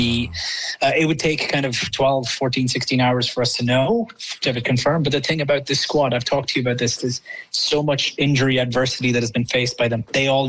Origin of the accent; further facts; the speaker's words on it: Ireland; moved away; I grew up in Ireland, as you know, Chris.